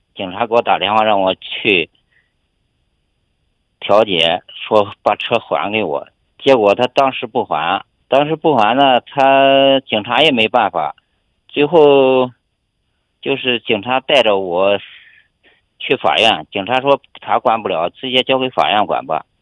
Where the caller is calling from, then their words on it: Henan, China; 我就是河南的，来新疆自驾游